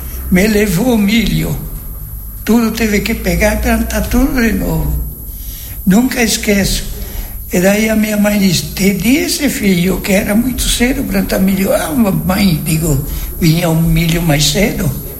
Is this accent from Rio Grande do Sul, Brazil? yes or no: yes; Vila Maria, Rio Grande do Sul, Brazil; born there; Eu nasci mesmo lá no Orsato.